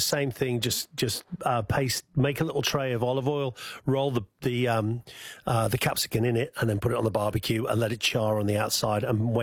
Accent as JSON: {"language": "English", "region": "North West England", "country": "United Kingdom", "accent": "Scouse", "said": "There's my Scouse accent coming out."}